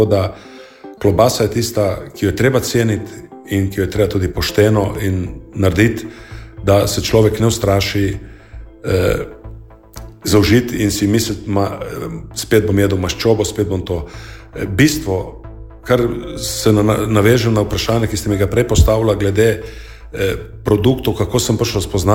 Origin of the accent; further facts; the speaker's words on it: Kanal, Goriška, Slovenia; Doma smo pa iz Seniškega brega, iz občine Seniški breg 5, kanal ob Soči, to je vzhodni vstopni del Banjške planote.